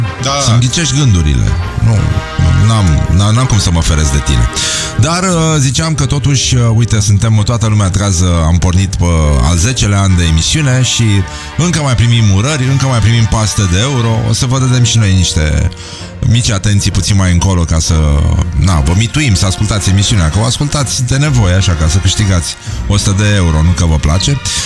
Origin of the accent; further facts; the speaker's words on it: Brăila, Brăila County, Romania; noi suntem din Brăila